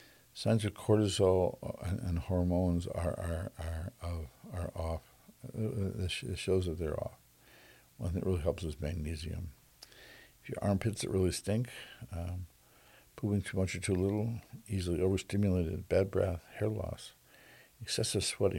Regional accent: Midwest, United States; I grew up in the Midwest.

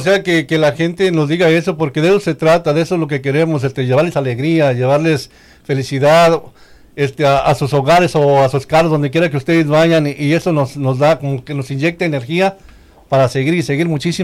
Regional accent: Michoacán, Mexico; yo soy de Michoacán

